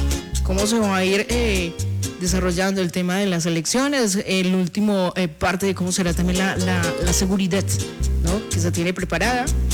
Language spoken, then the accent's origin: Spanish; Colombia